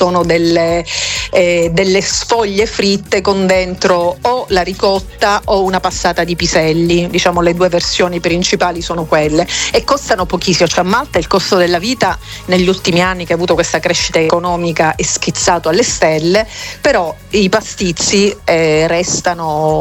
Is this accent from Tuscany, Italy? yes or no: no; Sicily, Italy; moved away; also born or lived in France